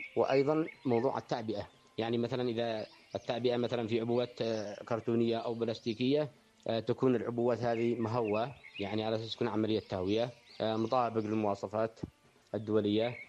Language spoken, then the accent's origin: Arabic; Yemen; عندنا في اليمن